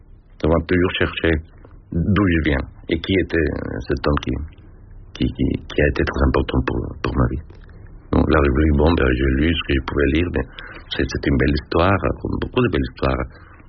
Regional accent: Mexico; French is a second language; moved away as an adult; now in France; Je suis venu en France à 21 ans. En fouillant un pays qui n'était pas le mien. Je suis né au Mexique, je chantais l'hymne national tous les lundis à l'école

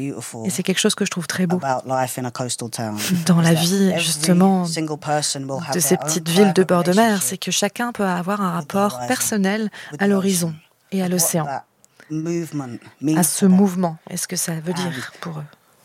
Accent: London, United Kingdom; Moi, je suis née, j'ai grandi à Londres

